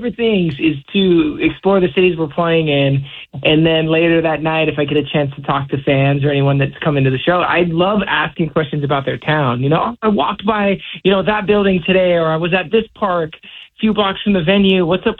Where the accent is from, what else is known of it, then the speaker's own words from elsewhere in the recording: Hawaii, United States; born there; also born or lived in Seattle, Washington, United States; I grew up in Hawaii